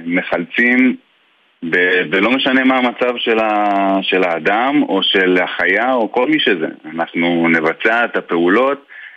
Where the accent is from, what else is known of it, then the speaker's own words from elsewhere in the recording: Beit Shemesh, Jerusalem District, Israel; זה האירוע שהיה לנו בבית שמש, שנפל הטיל על מקלט, שזה בעצם אזור פסטורלי, אזור שכולנו מכירים, אזור שגדלתי בו